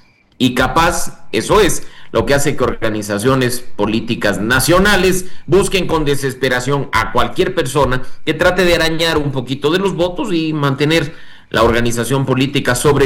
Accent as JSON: {"language": "Spanish", "town": "Quito", "region": "Pichincha", "country": "Ecuador", "said": "a nosotros como quiteños"}